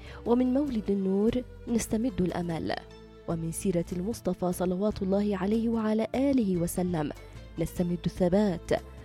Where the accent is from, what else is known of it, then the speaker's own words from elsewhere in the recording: Yemen; لكن المولد بالنسبة لنا كيمنيين ليس مجرد أضواء وزينة ومظاهر احتفال